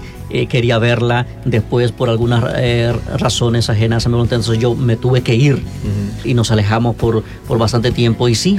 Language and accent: Spanish; El Salvador; Yo vengo de un país muy bonito, El Salvador, Centroamérica.